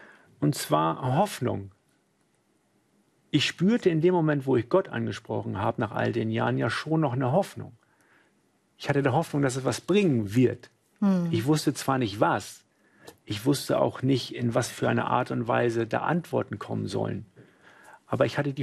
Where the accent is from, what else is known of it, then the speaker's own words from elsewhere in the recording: Hamburg, Germany; dass ich dann erstmal nach dem Everest nach Hamburg zurück bin, wo ich herkomme.